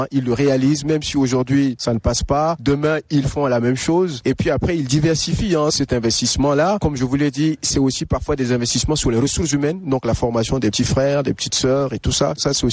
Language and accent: French; Chad; moved away; quand je dis que je suis Tchadien